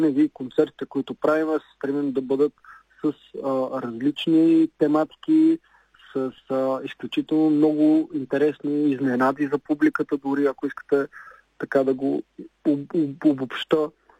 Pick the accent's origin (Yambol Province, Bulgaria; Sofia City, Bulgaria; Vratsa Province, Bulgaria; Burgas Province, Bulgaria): Sofia City, Bulgaria; Sofia; съм от София.